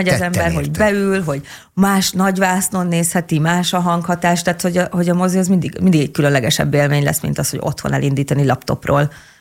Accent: Fehérgyarmat, Szabolcs-Szatmár-Bereg, Hungary; born there; Hát kezdjük az elejéről, Fehérgyarmaton születtem.

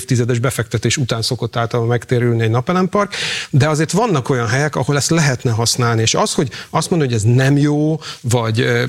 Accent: Hungary; a magyarokról szokták mondani, hogy híresek, hogy a bajban azért nagyon tudunk összetartani

